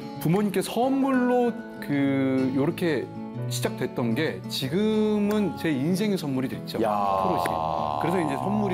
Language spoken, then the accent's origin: Korean; Seoul, South Korea; born there; 저는 태어나기로는 서울에 태어났는데 저도 뭐 충청의 피가 흐르고 있죠.